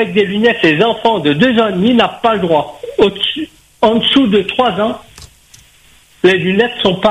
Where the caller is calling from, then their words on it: Paris, Île-de-France, France; Eh ben moi je suis dans le nord, je suis sur Paris. Je suis sur Paris